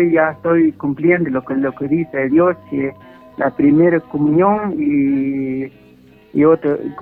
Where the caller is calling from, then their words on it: Todos Santos Cuchumatán, Huehuetenango, Guatemala; de Todos Santos, Cuchumatán, de Cacería y Tibuboch, parte de Unión Cantinil de San Pedro Necta y Chimaltenanga